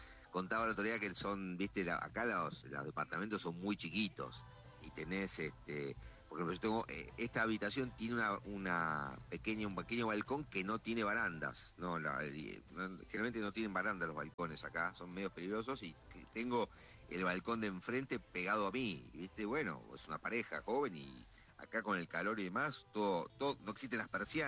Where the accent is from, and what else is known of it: Argentina; now in London, United Kingdom